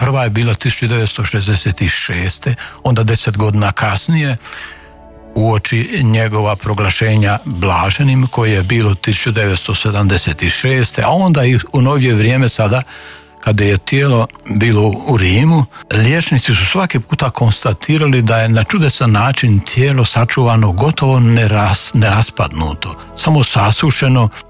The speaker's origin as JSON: {"language": "Croatian", "country": "Croatia", "said": "A nešto slično se događa i kod nas u Hrvatskoj, ne samo ovdje u Zagrebu, nego i u Bosni i Hercegovini i gdje god su naši Hrvati po sve diljem svijeta."}